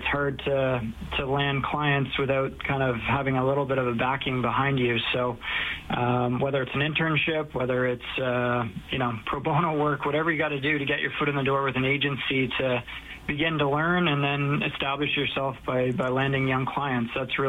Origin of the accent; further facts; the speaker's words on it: Vancouver, British Columbia, Canada; also born or lived in Toronto; me being born and raised in Vancouver, it was a natural fit, other than I was living in Toronto.